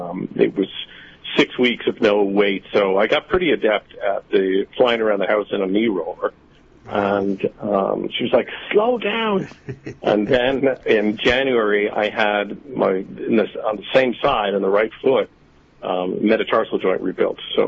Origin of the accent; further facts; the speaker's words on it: Dublin, Leinster, Ireland; born there; also born or lived in New York City, United States; I was born in Dublin. As a child, we were in Inwood for a few years and then went back to Dublin.